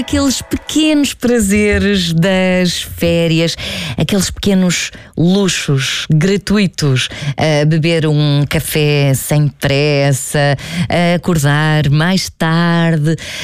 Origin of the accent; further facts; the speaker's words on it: Amor, Centro, Portugal; born there; nas festas da minha aldeia, que se chama Amores, ali perto de Leiria.